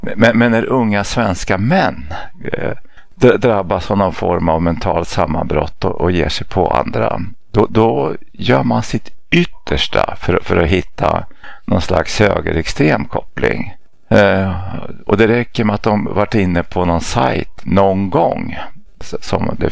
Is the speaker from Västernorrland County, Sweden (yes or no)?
no; Jönköping County, Sweden; born there; Så att jag är ju liksom född, och står mitt pass att jag kommer från Nävelsjö, Sverige.